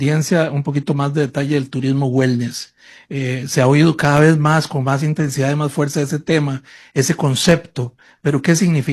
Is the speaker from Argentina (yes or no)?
no; Costa Rica; Yo, como costarricense